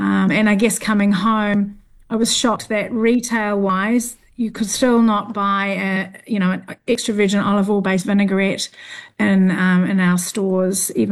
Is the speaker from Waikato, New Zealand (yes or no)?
no; Northland, New Zealand; saving up to go overseas, as us Kiwis do. But I learnt a lot. From a foodie family background, growing up in the Bay of Islands, we grew everything.